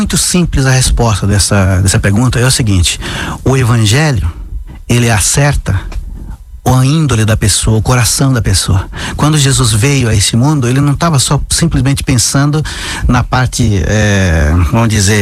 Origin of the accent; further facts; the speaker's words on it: Brazil; first language Terena; Portuguese is a second language; Nasci e eu falava só a língua dos índios Terenas. Quando eu era pequeno, eu não entendia nada de português, né? Eu precisei depois aprender